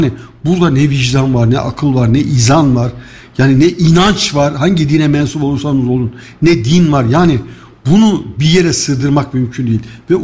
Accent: Kayseri, Turkey; Sonra dedim ki ya ben Kayseri'liyim yani, damarımız tuttu bu işte.

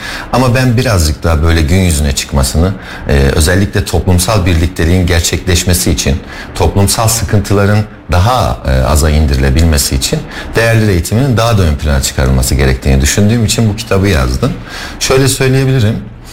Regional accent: Kayseri, Turkey; Kayseri'liyim.

